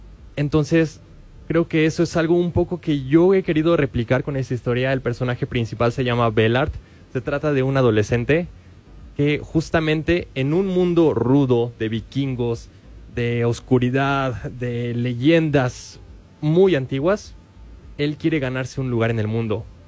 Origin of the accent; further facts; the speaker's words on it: Puebla, Mexico; Así que yo soy de Puebla